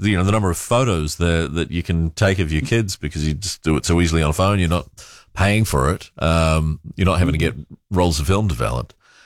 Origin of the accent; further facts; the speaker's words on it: Malaysia; I'd never even heard of this notion when I was growing up in Malaysia